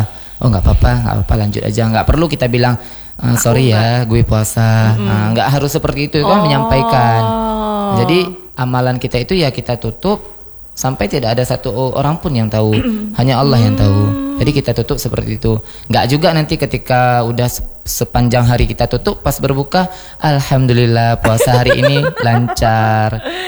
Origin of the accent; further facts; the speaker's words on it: Bireuen, Aceh, Indonesia; now in Banda Aceh, Indonesia; Bahkan di kampung saya pun di Biren masih ada remaja masjidnya.